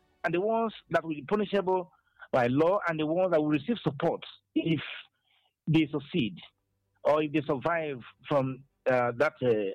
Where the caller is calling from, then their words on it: Enugu, Enugu State, Nigeria; I'm calling you from Enugu.